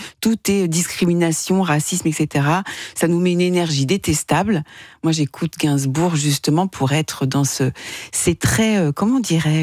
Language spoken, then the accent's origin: French; France; Non mais je l'aime ce … évidemment, comme nous tous en tant que Français.